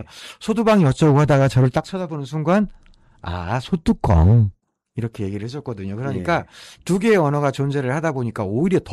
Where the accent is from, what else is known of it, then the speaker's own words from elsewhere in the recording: Jeonju, North Jeolla, South Korea; also born or lived in Seoul; 사실은 그게 저예요. 그래서 제가 5살 때 여기 모롱지, 전주 모롱지를 떠나서, 9살 때 이사를 왔어요. 그러니까 이제 제 머릿속에 서울말하고 전주 모롱지 말이 이렇게 섞